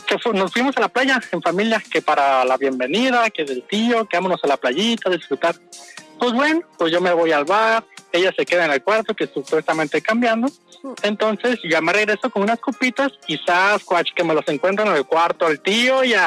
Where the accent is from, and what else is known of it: Guadalajara, Jalisco, Mexico